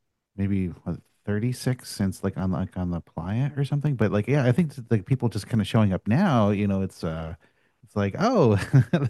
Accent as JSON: {"language": "English", "town": "Englewood", "region": "New Jersey", "country": "United States", "tie": "born or raised there", "said": "So I grew up in Englewood, which is like near to George Washington Bridge."}